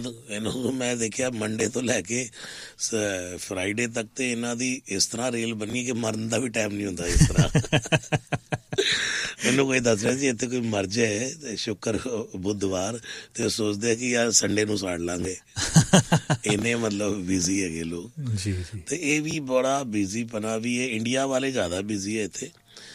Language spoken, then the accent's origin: Punjabi; Delhi, India; ਇਹ ਦਿੱਲੀ ਦੀ ਗੱਲ ਹੋ ਰਹੀ ਹੈ। 2 ਮੰਦਰ ਬਣਵਾਏ ਜਿੱਥੇ ਮੇਰਾ ਜਨਮ ਹੋਇਆ ਸੀ